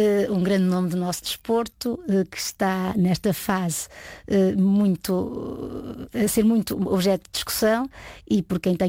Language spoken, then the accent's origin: Portuguese; Coimbra, Centro, Portugal; born there; also born or lived in Recardães, Águeda; Cidade onde nasci e onde fiz alguns dos meus graus, enfim, de académicos, e onde tenho muita família, tenho muitos amigos, e, portanto, é uma cidade que me diz muito.